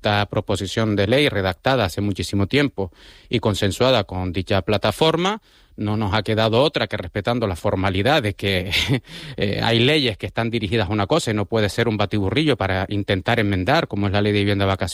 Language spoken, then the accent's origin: Spanish; Maspalomas, Canary Islands, Spain; yo, que soy nacido, criado y educado en Maspalomas, en zona turística